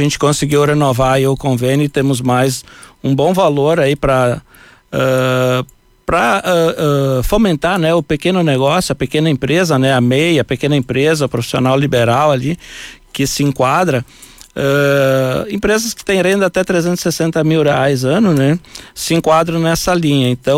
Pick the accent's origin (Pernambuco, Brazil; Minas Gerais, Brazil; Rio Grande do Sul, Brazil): Rio Grande do Sul, Brazil; Encantado; moved away as an adult; por 5 anos estarmos nessa cidade maravilhosa aqui, né? A cidade minha cidade natal, né? Nasci, me criei aqui